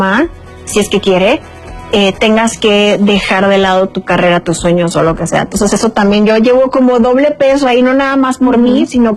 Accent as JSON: {"language": "Spanish", "town": "Culiacán", "region": "Sinaloa", "country": "Mexico", "said": "Yo soy de Culiacán."}